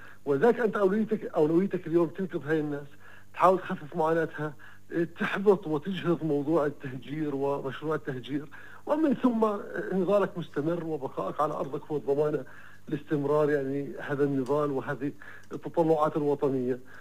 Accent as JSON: {"language": "Arabic", "country": "Palestine", "said": "هلأ بالنسبة لنا كفلسطينيين ما بدنا نظل نقول حماس"}